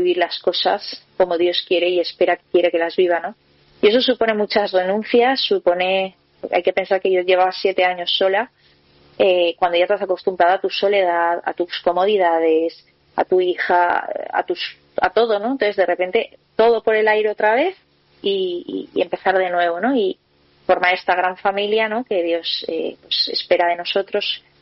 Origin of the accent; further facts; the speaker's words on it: Valencia, Valencian Community, Spain; yo soy de Valencia